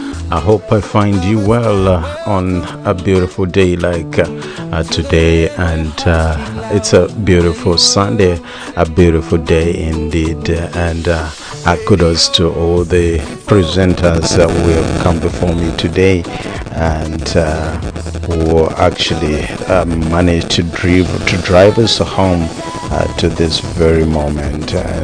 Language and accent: English; Zimbabwe; now in Ireland; I come from Zimbabwe